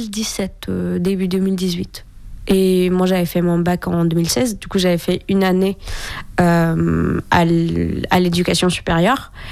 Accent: Syria; J'ai grandi en Syrie, entre le camp de réfugiés palestiniens et une autre ville

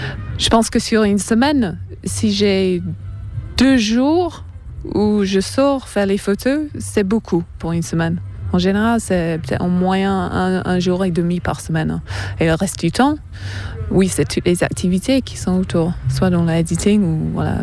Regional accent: England, United Kingdom; French is a second language; c'est pas que je me sens plus anglaise, je suis anglaise. Hein, quand je retourne en Angleterre, je vois les Anglais, la culture anglaise, le pays, avec un peu de recul.

